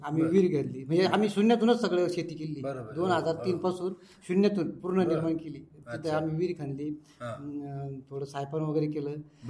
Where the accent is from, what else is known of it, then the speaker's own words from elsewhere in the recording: Maharashtra, India; तिथं आमचा जन्म वगैरे सगळं तिथेच झाला.